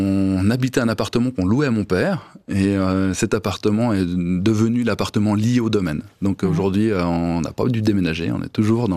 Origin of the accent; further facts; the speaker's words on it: Denain, Hauts-de-France, France; moi je suis né à Denan, c'est là que j'ai fait ma vie.